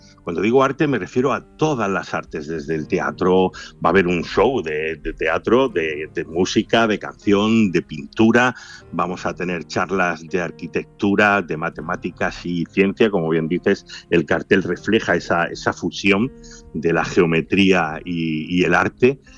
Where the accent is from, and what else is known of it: Granada, Andalusia, Spain